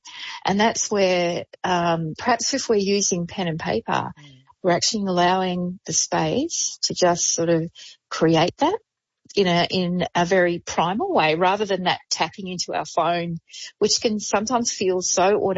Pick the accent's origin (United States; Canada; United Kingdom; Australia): Australia; Shepparton, Victoria; I had a really great workshop recently in my hometown of Shepparton at the Shepparton Library.